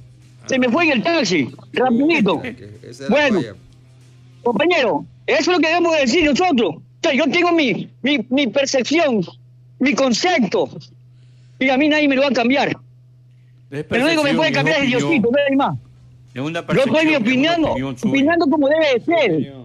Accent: Ecuador; Técnicos ecuatorianos hay. Aquí hay que darle oportunidades a ellos. Lo que pasa es que aquí que hablan como argentinos, que hablan a los colombianos, que hablan a los venezolanos, que hablan a tantos países. Y a los nuestros no lo podemos considerar.

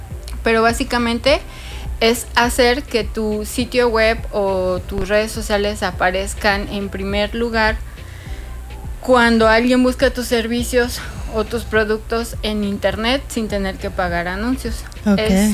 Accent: Mexico City, Mexico; moved away as an adult; now in Cancún, Mexico; soy de la Ciudad de México, tengo 4 años viviendo aquí en Cancún, amo la playa, soy muy feliz aquí

